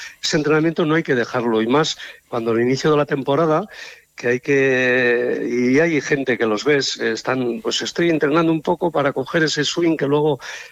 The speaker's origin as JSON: {"language": "Spanish", "town": "Cáseda", "region": "Navarre", "country": "Spain", "tie": "born there", "said": "Bueno, pues soy de Cáseda, Navarra, y ahí es donde aprendí con mi padre a ir tirando, a ir cazando"}